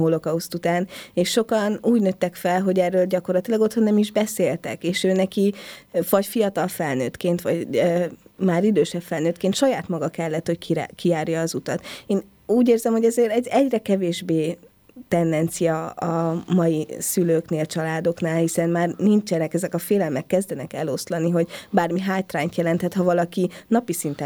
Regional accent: Hungary; magyarok vagyunk mindannyian

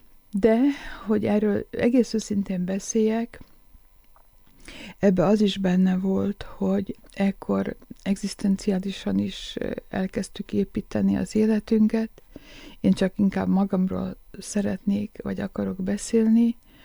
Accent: Békés, Hungary; a férjem ezt meghozta, ezt az áldozatot, hogy ő visszajött velem az én szülővárosomba.

